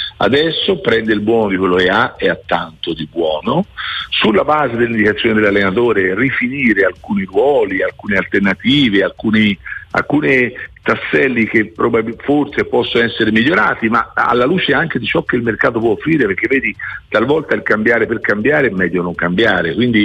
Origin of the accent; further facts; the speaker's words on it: Tuscany, Italy; io in Toscana, in campagna alle mie parti